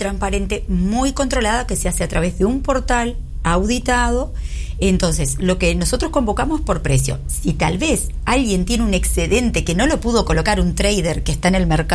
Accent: Uruguay; soy uruguaya, represento a todos los uruguayos

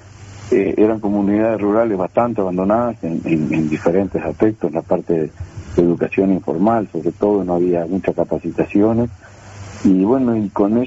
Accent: Artigas, Uruguay; somos oriundos de Artigas y de un pueblito rural

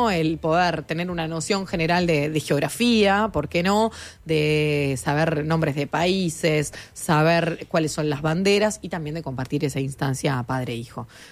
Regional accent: Uruguay; si bien soy de aquí, de Ciudad Vieja.

